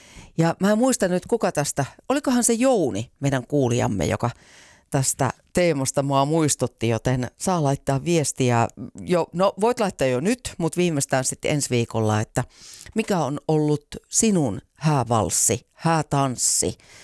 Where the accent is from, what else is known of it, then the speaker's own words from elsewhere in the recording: Jyväskylä, Central Finland, Finland; rakkaassa kotikaupungissani Jyväskylässä